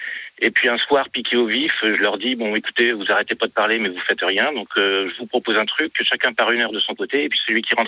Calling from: Angers, Pays de la Loire, France; Je suis angevin à la base, mais là je vous appelle de Noirmoutier.

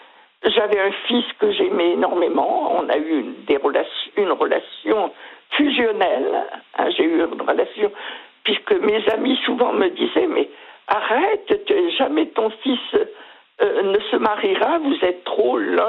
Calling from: Mâcon, Bourgogne-Franche-Comté, France; lui est à Auxerre, moi je suis sur Mâcon.

